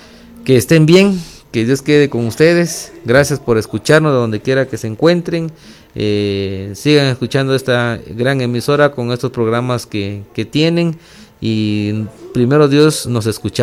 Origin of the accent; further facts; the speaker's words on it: Guatemala